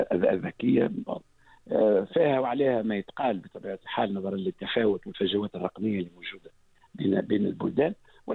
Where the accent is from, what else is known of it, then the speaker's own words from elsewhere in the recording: Tunisia; موجودة عندنا في تونس